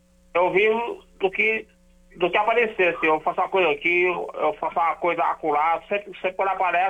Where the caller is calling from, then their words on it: Picos, Piauí, Brazil; Picos, Piauí.